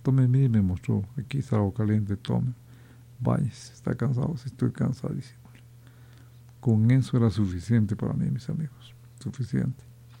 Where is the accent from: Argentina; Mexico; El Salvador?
El Salvador; Tejutla, Chalatenango; Yo soy de Tejutla.